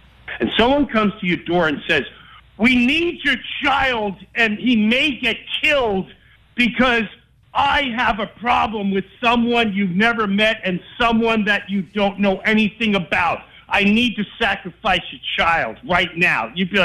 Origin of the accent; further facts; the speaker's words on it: Long Island, New York, United States; growing up in Long Island